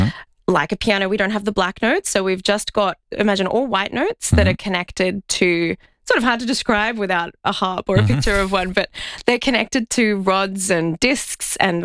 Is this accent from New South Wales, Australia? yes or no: no; Melbourne, Victoria, Australia; She was actually a horn player in the Melbourne Symphony Orchestra. I'm from Melbourne.